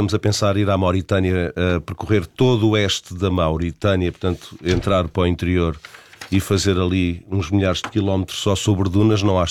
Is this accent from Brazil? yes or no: no; Portugal; Nós somos portugueses.